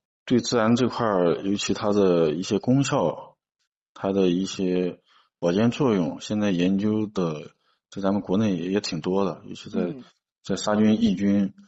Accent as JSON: {"language": "Chinese", "region": "Xinjiang", "country": "China", "said": "我们新疆这边"}